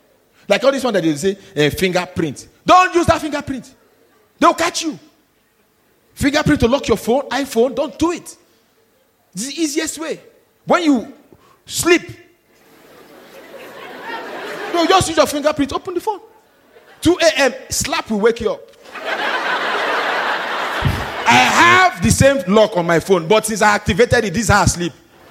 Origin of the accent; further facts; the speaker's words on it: Nigeria; I'm Nigerian. You guys know.